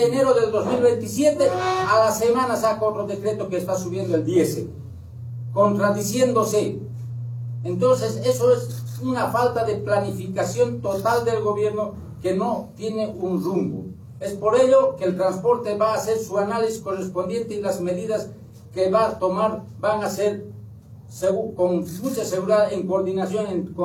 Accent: Bolivia; no podemos seguir manejándonos como bolivianos

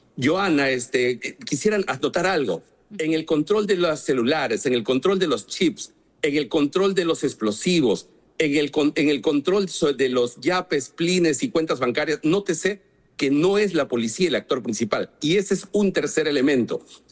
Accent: Trujillo, La Libertad, Peru; Yo soy trujillano, yo he crecido allá y en distritos del Porvenir, Esperanza, Florencia de Mora

